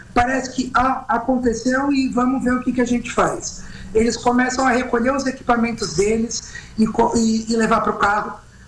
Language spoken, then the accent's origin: Portuguese; São Paulo, Brazil; Eu sou do litoral, aqui da Baixada.